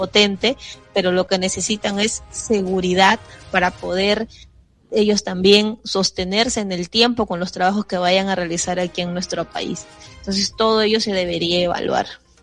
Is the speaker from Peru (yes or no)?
yes; Peru; hay que ser realistas como peruanos.